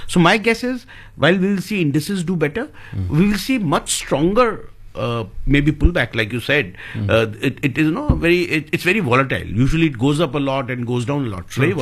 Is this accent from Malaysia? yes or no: no; India; So Indians, of course, are not they can't, we can't as Indian investors, we can't access the market.